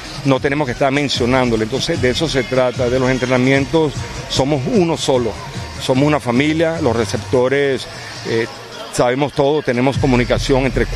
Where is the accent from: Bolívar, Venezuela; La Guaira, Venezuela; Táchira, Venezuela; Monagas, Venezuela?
Bolívar, Venezuela; Ciudad Bolívar; El pescado típico de mi pueblo, Ciudad Bolívar.